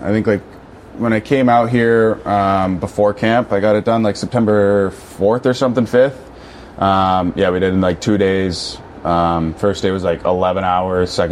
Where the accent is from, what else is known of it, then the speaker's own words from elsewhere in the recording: Carp, Ontario, Canada; Oh, I'm carp. No, I'm from carp. Nobody knows carp, though.